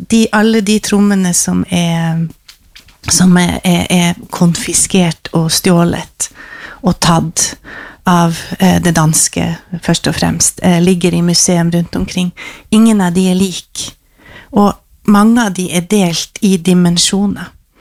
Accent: Finnmark, Norway; Jeg kommer fra Øst-Finnmark, Øst-Varanger, vi har ikke trær.

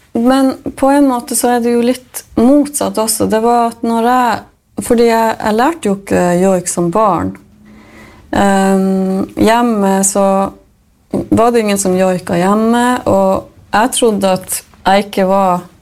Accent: Norway; Jag tänkte, ja, jag är ju same. Såklart har jag lov till att bo i en lavvo och gamme hvis jag vill, men i följe norske lover så har jag ju inte det då.

